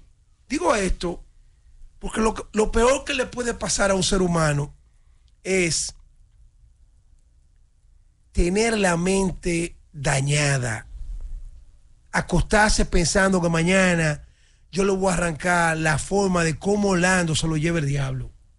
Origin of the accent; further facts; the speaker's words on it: Dominican Republic; moved away; also born or lived in New York; Yo soñaba con volver a mi país, porque en mi país …